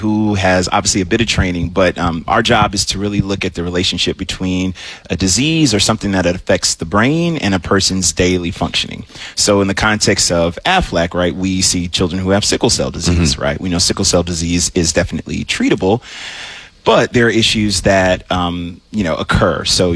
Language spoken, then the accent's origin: English; the South, United States; also born or lived in Memphis, Tennessee; now in Atlanta, United States; I'm from the South